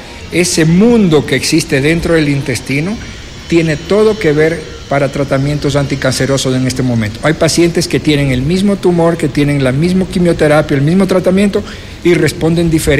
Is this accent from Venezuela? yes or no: no; Guayaquil, Guayas, Ecuador; now in Quito, Ecuador; yo cuando llegué, yo soy de Guayaquil, yo cuando llegué a Quito